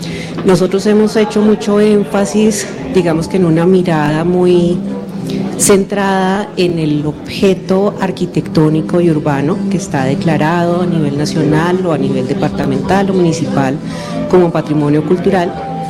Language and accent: Spanish; Bogotá, Colombia; moved away as an adult; also born or lived in Manizales; Yo duré 20 años en la sede de Manizales, soy bogotana, claramente, pero duré 20 años en la sede de Manizales